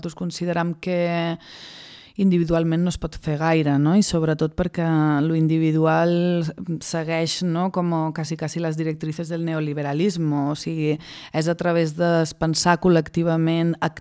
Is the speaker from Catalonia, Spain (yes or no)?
no; Menorca, Balearic Islands, Spain; moltes de les persones que som de Menorca